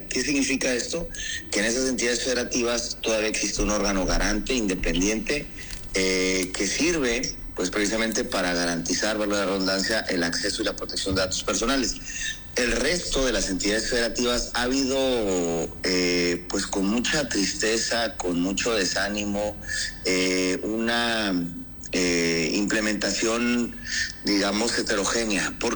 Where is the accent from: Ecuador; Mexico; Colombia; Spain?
Mexico; como mexicanas y mexicanos